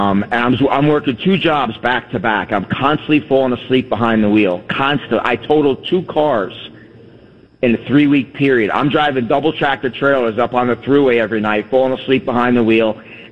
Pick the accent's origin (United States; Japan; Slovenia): United States; New Jersey; you know, I grew up in New Jersey, you know, and New Jersey